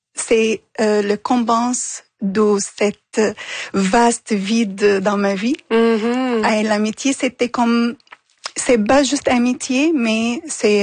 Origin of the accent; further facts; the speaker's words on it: Damascus, Damascus Governorate, Syria; moved away as an adult; now in Canada; moi, je viens de Damas, une ville, elle est considérée la première ville peuplée dans l'histoire.